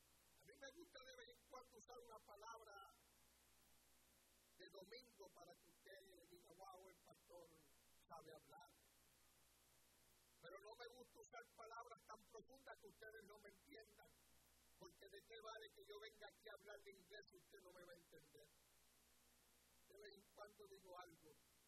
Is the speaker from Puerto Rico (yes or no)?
yes; Puerto Rico; moved away; ¿Sabía usted, amados hermanos, aleluya, que cuando yo vine de Puerto Rico yo no hablaba como hablo ahora? Que como todo buen puertorriqueño, la L y la R la confundía.